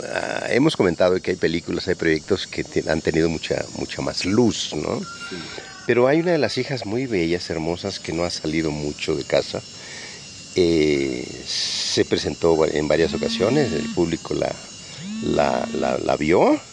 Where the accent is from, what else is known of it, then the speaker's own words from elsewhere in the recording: Guerrero, Mexico; en mi caso como guerrerense, además me considero como guerrerense echado para adelante, con trabajador, con mucho esfuerzo, todo lo que somos los guerrerenses